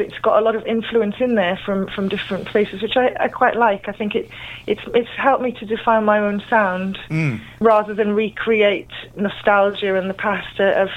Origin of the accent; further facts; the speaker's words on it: Newcastle upon Tyne, North East England, United Kingdom; but I am from Newcastle as well